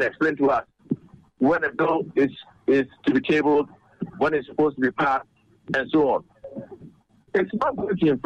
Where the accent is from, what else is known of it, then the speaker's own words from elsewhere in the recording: Ghana; I am the wrong Ghanaian to ask.